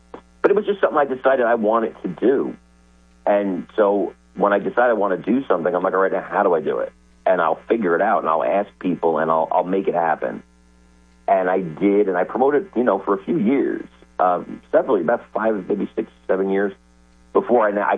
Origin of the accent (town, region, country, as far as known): Newark, New Jersey, United States; born or raised there